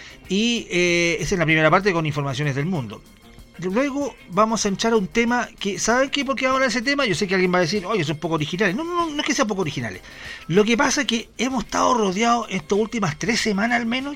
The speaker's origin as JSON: {"language": "Spanish", "country": "Chile", "said": "somos chilenos"}